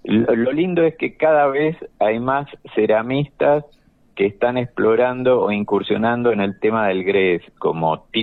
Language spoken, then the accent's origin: Spanish; La Plata, Buenos Aires Province, Argentina; born there; now in Oberá, Argentina; nací yo allá en La Plata